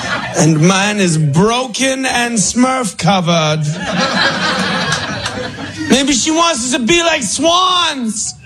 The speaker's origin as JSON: {"language": "English", "country": "Canada", "also_born_or_lived": "London", "moved": "yes", "said": "I'm from Canada, but I lived in London."}